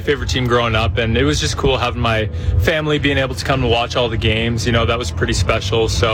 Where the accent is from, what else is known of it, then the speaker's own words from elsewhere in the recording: Ontario, Canada; moved away as an adult; also born or lived in Oklahoma; I grew up in the suburbs of Toronto and then going to a town of like 800 people.